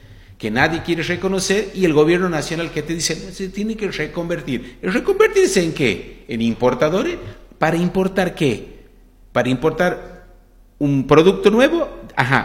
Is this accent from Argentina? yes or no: yes; Argentina